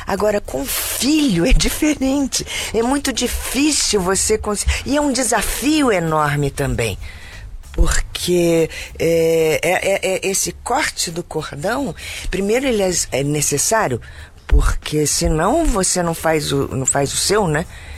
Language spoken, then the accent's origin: Portuguese; Rio de Janeiro, Brazil; now in São Paulo, Brazil; Sou natural do Rio de Janeiro.